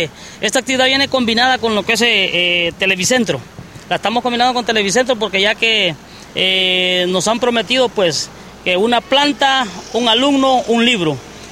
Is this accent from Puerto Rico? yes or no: no; Honduras